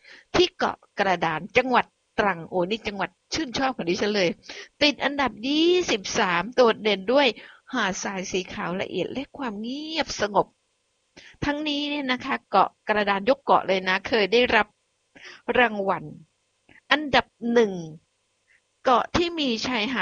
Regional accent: Phuket, Thailand; บ้านดิฉันเองจังหวัดภูเก็ตดิฉันได้เป็นคนบ้านนอกเนาะอยู่นอกนะนอกแผ่นดินนะดิฉันมาจากเกาะคุณผู้ฟัง

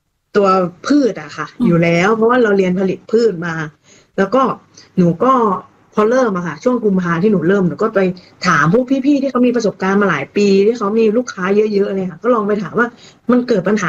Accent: Chiang Mai, Thailand; ดั้งเดิมอ่ะครอบครัวนันอยู่เชียงใหม่หนูเป็นคนเชียงใหม่

